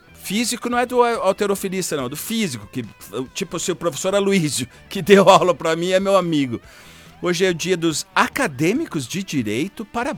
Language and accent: Portuguese; Brazil; Nós somos brasileiros acima de tudo.